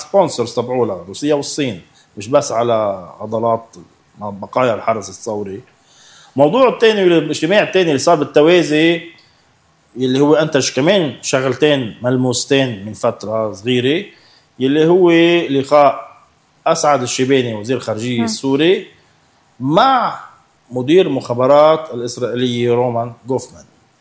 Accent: Lebanon; بما خصنا نحن كلبنانيين

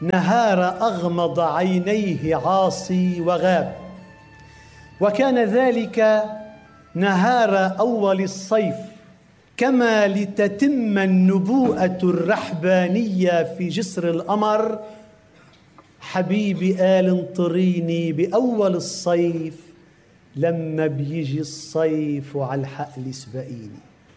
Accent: Lebanon; ونحن في لبنان

